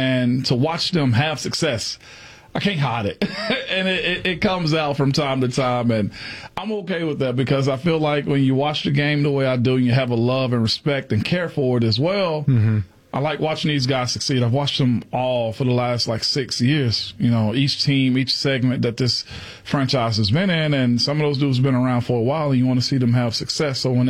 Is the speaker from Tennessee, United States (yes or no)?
yes; Henning, Tennessee, United States; I grew up in Henning. But I went to school at Ripley High School.